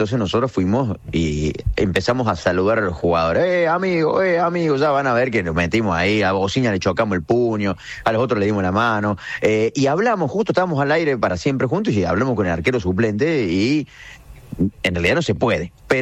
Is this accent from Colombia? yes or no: no; Argentina; Los únicos argentinos que me encontré, que no eran ninguno de medios de comunicación, no hay nadie, o sea, directamente no hay nadie, somos los únicos.